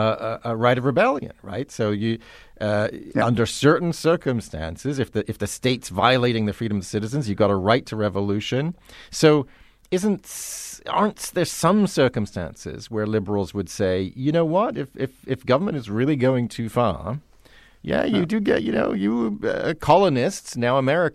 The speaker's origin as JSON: {"language": "English", "country": "United Kingdom", "said": "I confess to being a Brit myself."}